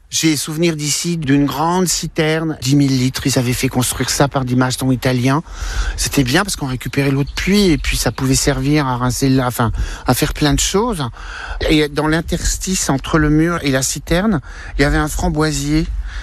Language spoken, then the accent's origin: French; Barneville-Carteret, Normandy, France; Moi, je suis né à Barneville, derrière l'église, dans une petite maison que mes parents avaient achetée après s'être mariés. Et j'ai grandi dans le bourg.